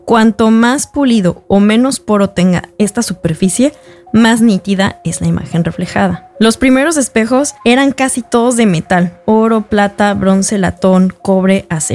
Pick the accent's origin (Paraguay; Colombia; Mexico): Mexico; now in Norway; para quien no me conoce, soy periodista de México